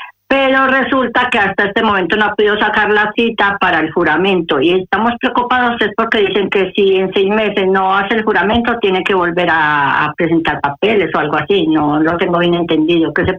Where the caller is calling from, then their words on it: Madrid, Community of Madrid, Spain; de aquí de Madrid.